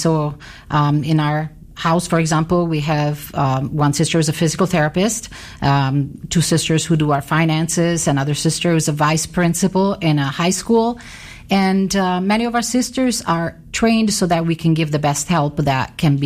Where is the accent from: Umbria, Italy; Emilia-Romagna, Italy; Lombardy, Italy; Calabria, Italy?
Umbria, Italy; Assisi; moved away; I was born and raised in Assisi, Italy